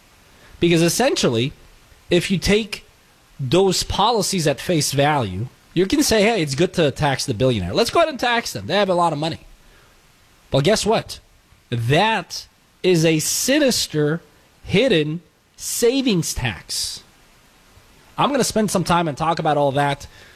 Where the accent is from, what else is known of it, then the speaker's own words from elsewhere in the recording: California, United States; as a Californian